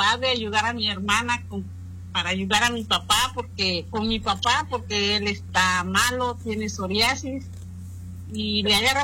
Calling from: Tlaxcala, Mexico; Pero yo vivo en Tlaxcala.

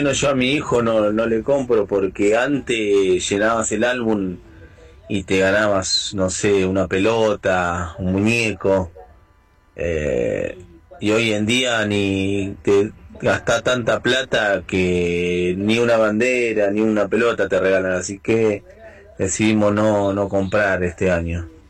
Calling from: Florencio Varela, Buenos Aires Province, Argentina; de acá de Varela.

